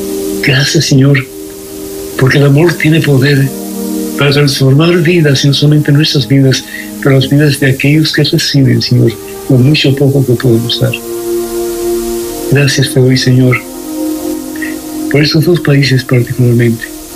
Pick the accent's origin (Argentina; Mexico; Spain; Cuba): Cuba; nos ayudes en este tiempo difícil de nuestra vida, como cubanos y como latinoamericanos